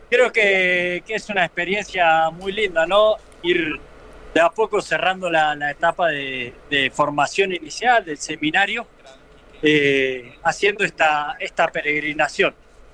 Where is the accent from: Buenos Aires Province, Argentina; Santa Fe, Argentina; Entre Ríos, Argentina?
Buenos Aires Province, Argentina; Gregorio de Laferrère; Yo soy de la Ferrere.